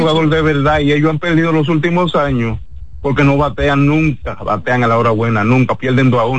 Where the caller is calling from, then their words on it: Dominican Republic; Lo que pasa es que esa es la cultura, Satoki, de nosotros.